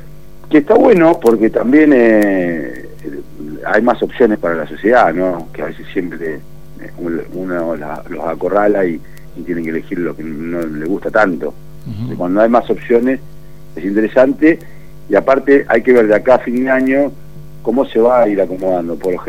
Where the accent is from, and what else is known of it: Argentina